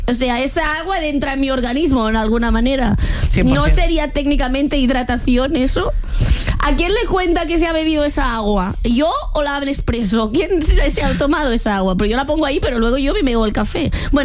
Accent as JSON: {"language": "Spanish", "region": "Catalonia", "country": "Spain", "said": "Yo bebo agua porque soy catalana, ¿vale?"}